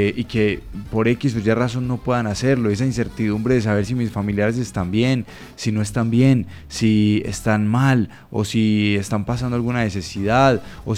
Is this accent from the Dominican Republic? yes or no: no; Colombia; Y qué bueno es entonces nosotros como colombianos unirnos en oración también